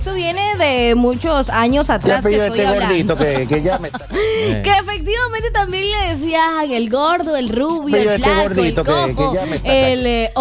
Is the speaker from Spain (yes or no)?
no; Ecuador; eso sí nos representa como ecuatorianos